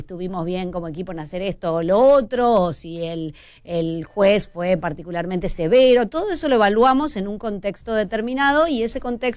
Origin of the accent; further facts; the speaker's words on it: Argentina; nos unimos todos como argentinos